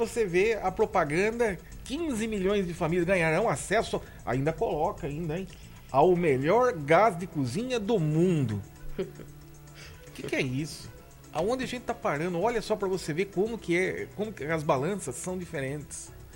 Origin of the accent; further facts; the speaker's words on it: Brazil; nós somos brasileiros e estamos falando daqui